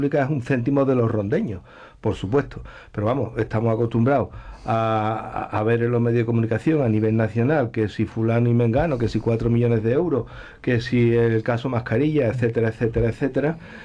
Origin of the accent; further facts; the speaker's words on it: Ronda, Andalusia, Spain; los que somos de Ronda, que llevamos 30 y tantos o 40 y tantos años pagando impuestos en Ronda